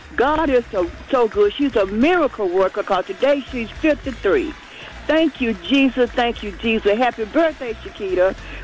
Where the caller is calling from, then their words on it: Macon, Georgia, United States; I'm calling from Macon, Georgia.